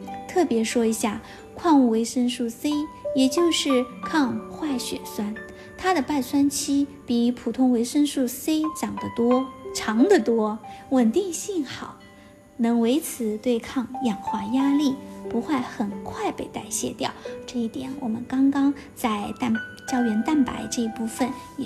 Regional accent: China

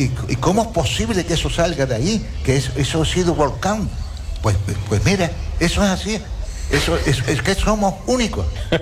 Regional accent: Canary Islands, Spain; born there; Hombre, yo soy nacido en Gran Canaria. Pero cuando he venido aquí al sur hace 45 años

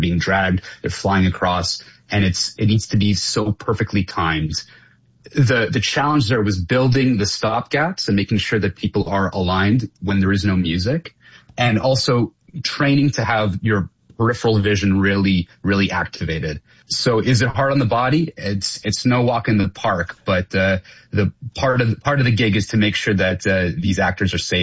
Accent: Toronto, Ontario, Canada; born or raised there

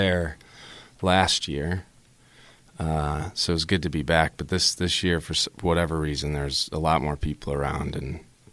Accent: Canton, Michigan, United States; It's Canton, Michigan. It's not that small, I suppose. But it's just the burbs, man.

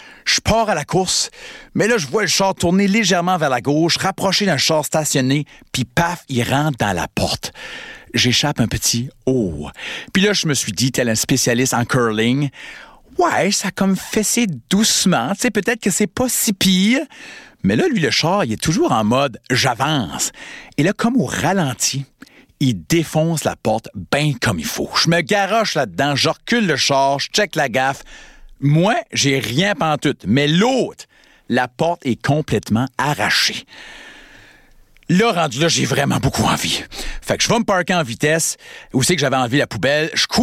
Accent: Acadia, Canada; Il entend que je suis acadien, là, il dit, ah, les Acadiens, vous êtes du bon monde.

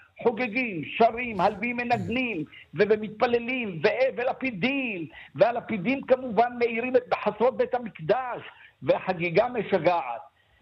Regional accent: Ramla, Central District, Israel; גם אני בילדותי ברמלה בבית הורה

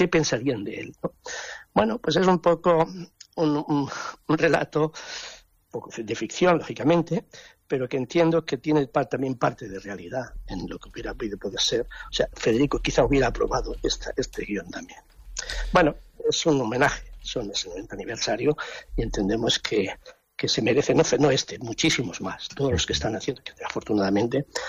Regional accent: Granada, Andalusia, Spain; soy andaluz, granadino

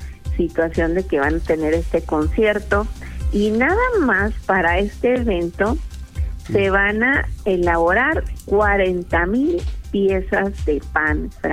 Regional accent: Lerdo, Durango, Mexico; Así somos los de Lerdo. Pues sí, pero me aguanto.

